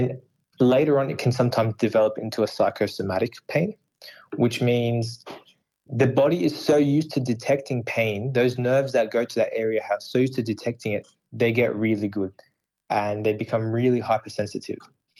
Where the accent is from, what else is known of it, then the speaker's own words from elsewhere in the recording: Sydney, New South Wales, Australia; I'm from Sydney and I can't get from my home to the city without paying some sort of toll